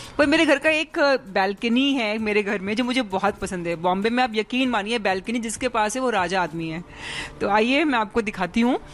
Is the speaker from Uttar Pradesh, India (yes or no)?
yes; Lucknow, Uttar Pradesh, India; moved away as an adult; now in Mumbai, India; मैं लखनऊ शहर से हूँ, मेरी पढ़ाई लिखाई सब स्कूलिंग सब लखनऊ से ही हुआ और कॉलेज भी मैंने वहीं से किया।